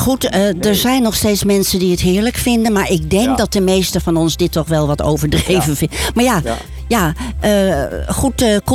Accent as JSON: {"language": "Dutch", "region": "Utrecht", "country": "Netherlands", "tie": "born or raised there", "said": "Ik ben opgegroeid in Utrecht."}